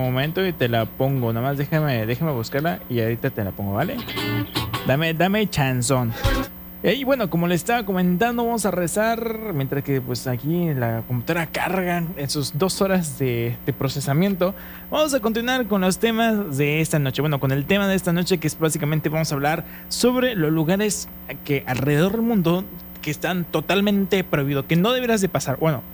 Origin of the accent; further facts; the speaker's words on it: Yucatán, Mexico; accent: Yucatecan; normalmente trato, según yo, hablo muy neutro, pero, pues, al parecer no hablo neutro, hablo aporreado como lo yucateco, según ellos. Cantado aporreado.